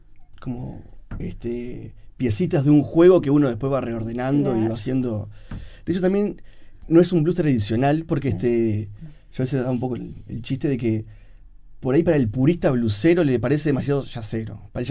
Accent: Uruguay; born there; esa cosa uruguaya, que yo no toco blues como se toca en Estados Unidos, porque no soy estadounidense.

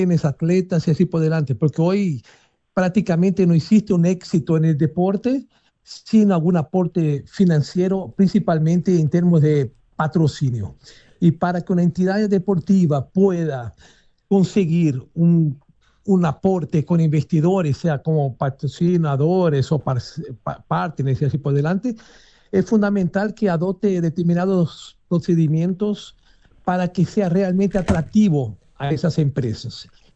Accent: Uruguay; now in Brazil; yo soy uruguayo, pero vivo en Brasil hace más de casi 50 años.

